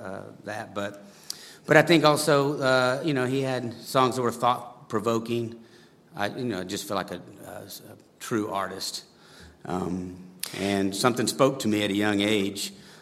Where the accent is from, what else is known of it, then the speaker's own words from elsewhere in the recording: Louisiana, United States; now in Nashville, United States; Mostly Louisiana.